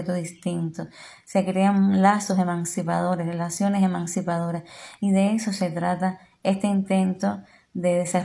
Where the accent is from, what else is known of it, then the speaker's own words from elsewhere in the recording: Cuba; somos conscientes las cubanas y los cubanos